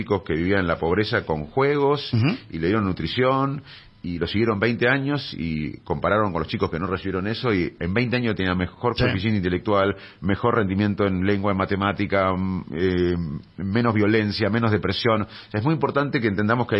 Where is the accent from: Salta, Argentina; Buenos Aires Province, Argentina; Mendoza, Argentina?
Buenos Aires Province, Argentina; Salto; Yo vengo, le contaba a ella que venía de mi pueblo de Salto